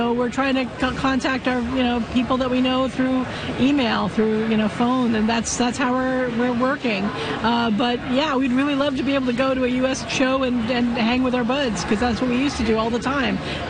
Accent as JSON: {"language": "English", "country": "Canada", "tie": "born or raised there", "also_born_or_lived": "United States", "said": "I'm American born and I don't even want to go there. I grew up in Canada. I'm a Canadian citizen now."}